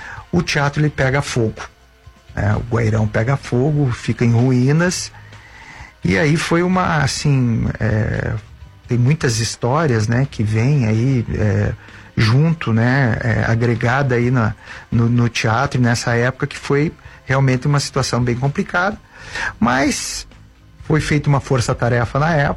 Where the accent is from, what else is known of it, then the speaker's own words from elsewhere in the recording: Colombo, Paraná, Brazil; eu sou da região metropolitana, eu sou de Colombo, né, e eu morava no sítio, né, eu não tinha muito acesso, né, à cultura.